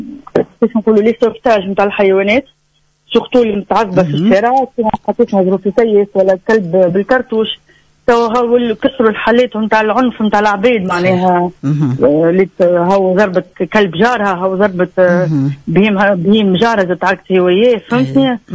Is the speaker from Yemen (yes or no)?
no; Tunisia; عندنا في تونس